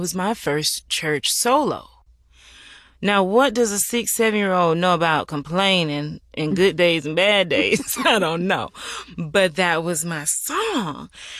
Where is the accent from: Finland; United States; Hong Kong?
United States; Simpsonville, South Carolina; So what we did was we did a private screening for the church that I grew up in Simpsonville, South Carolina, Bethlehem Baptist Church.